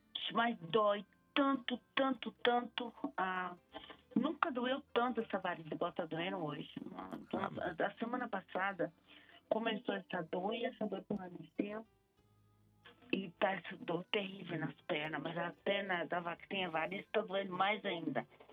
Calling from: São Paulo, Brazil; Falo aqui do Jardim Guaraú.

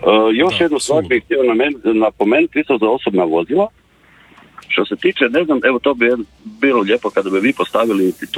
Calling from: Rijeka, Primorje-Gorski Kotar County, Croatia; iz Rijeke sam, vozim u Zagrebu za Zagrebačku tvrtku

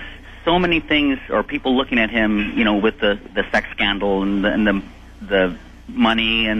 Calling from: Tualatin, Oregon, United States; I'm calling from Tualatin in Oregon.

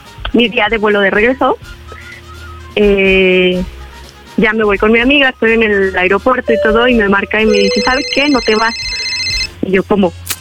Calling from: Mexico City, Mexico; Soy de Ciudad de México y tengo 28 años.

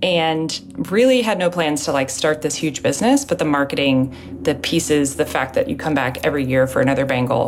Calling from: Nashville, Tennessee, United States; I'm calling from Nashville, Tennessee.

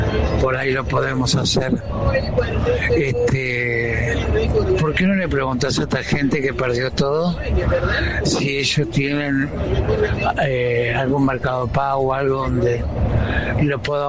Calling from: Buenos Aires, Argentina; soy de Buenos Aires, Capital Federal.

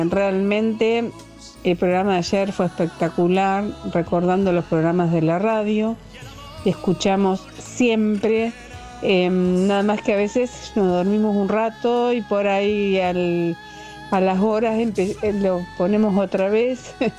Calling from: Concepción del Uruguay, Entre Ríos, Argentina; Soy de Concepción del Uruguay, Entre Ríos.

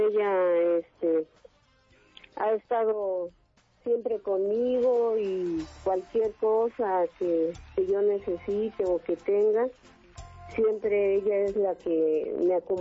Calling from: Tezoyuca, State of Mexico, Mexico; Aquí en el municipio de Tezoyuca, Estado de México.

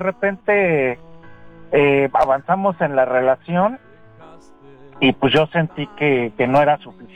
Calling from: Mexico City, Mexico; De acá, de la Ciudad de México, de Azcapotzalco.

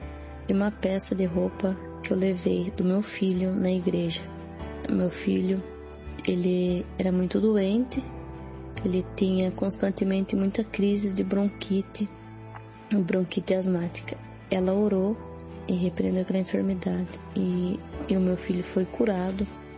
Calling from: Buri, São Paulo, Brazil; Eu sou da cidade de Buri.

